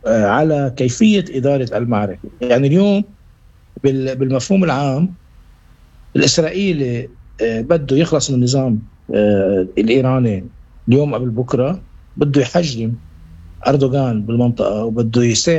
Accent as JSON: {"language": "Arabic", "country": "Lebanon", "said": "ونحن كمان كلبنانيين"}